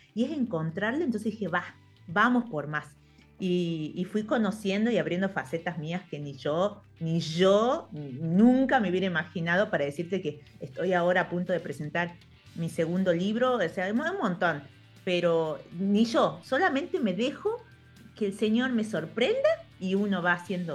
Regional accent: northern Argentina, Argentina; moved away; tengo mi sombrero que representa al norte de donde vengo.

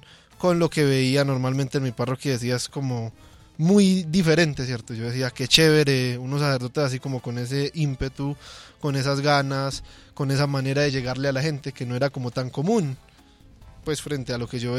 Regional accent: Samaná, Caldas, Colombia; Soy de Samaná Caldas. Tengo 23 años.

